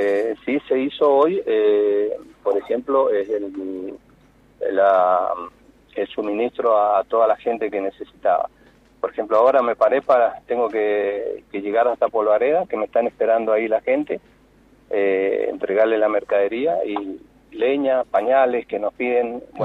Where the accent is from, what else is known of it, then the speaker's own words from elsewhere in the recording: Uspallata, Mendoza, Argentina; yo soy nacido y criado en Ushuaia